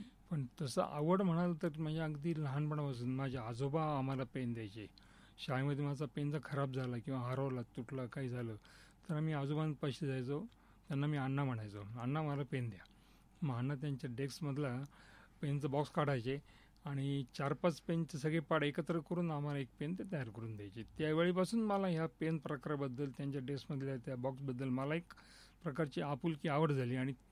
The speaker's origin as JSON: {"language": "Marathi", "town": "Ahmednagar", "region": "Maharashtra", "country": "India", "tie": "born there", "also_born_or_lived": "Pune / Nashik", "said": "मूळचं मी नगरचाच आहे. इथं नगर आपल्या जिल्ह्यामध्ये अकोलम म्हणून एक गाव आहे, ते अकोला तांबळण नावाचं एक खेडेगाव आहे. तिथं आमची पूर्वीच्या आमची जी पूर्वीची पिढी होती ती त्या ठिकाणची होती."}